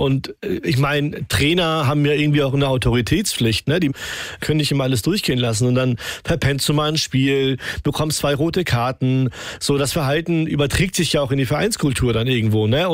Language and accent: German; Germany; born there; Ich bin hier geboren, 88, in Stolzburg. So, spreche Hochdeutsch.